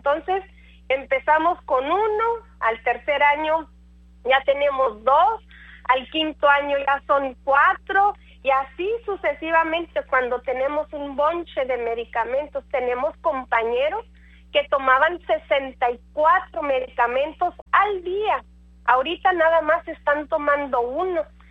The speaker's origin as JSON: {"language": "Spanish", "region": "Chihuahua", "country": "Mexico", "also_born_or_lived": "Detroit, Michigan / Mexico City", "moved": "yes", "said": "Yo estaba estudiando química allá en la Ciudad de México, ¿verdad? Yo soy de Chihuahua."}